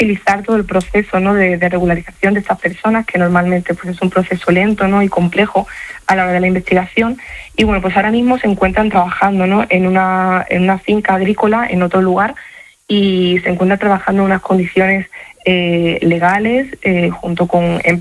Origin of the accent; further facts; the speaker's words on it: Villalgordo del Júcar, Castilla-La Mancha, Spain; born there; Nací en Villa Golbo de Júcar, como usted bien ha dicho